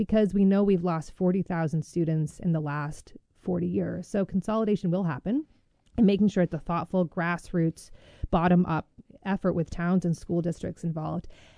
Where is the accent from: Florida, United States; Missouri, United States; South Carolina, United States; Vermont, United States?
Vermont, United States; Newberry; I grew up in rural Vermont. I went to Newberry Elementary School. We closed Newberry.